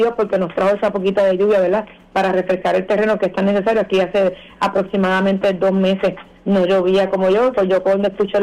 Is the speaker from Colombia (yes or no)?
no; Naguabo, Puerto Rico; yo quiero agradecer a mi pueblo de Nahuabo